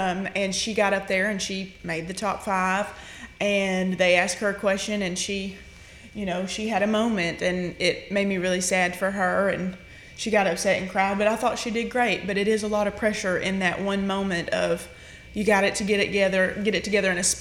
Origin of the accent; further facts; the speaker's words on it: Tennessee, United States